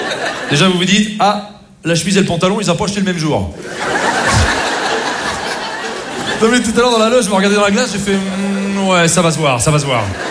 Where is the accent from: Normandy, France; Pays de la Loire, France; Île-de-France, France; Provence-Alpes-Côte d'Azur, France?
Normandy, France; Rouen; parce que moi, je ne suis pas du tout de Paris, je ne suis pas du tout de Marseille, bien sûr, moi, je suis de Rouen.